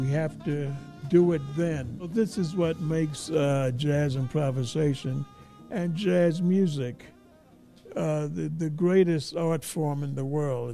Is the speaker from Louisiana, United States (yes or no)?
no; New York, United States; I was born in New York. I was born in Harlem, which is the epicenter. It was at that time, it was the epicenter of black culture.